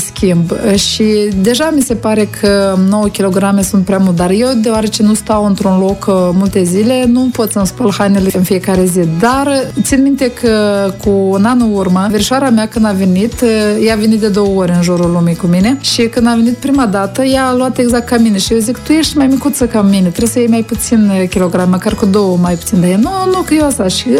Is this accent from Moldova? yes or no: yes; Moldova; Că sunt din Moldova.